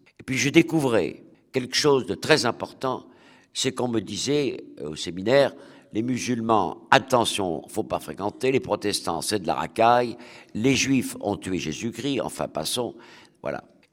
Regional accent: Rochefort, Nouvelle-Aquitaine, France; born there; j'étais en Charente-Maritime, je suis né à Rochefort-sur-Mer

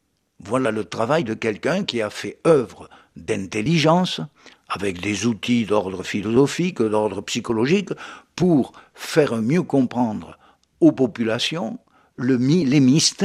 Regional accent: Provence-Alpes-Côte d'Azur, France; Il y a d'abord chez nous, en Provence

